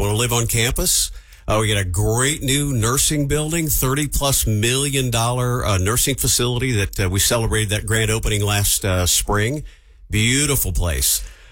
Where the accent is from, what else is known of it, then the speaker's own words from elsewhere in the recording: Emporia, Kansas, United States; I'm the CEO of the Chamber of Commerce in beautiful Emporia, Kansas, my hometown.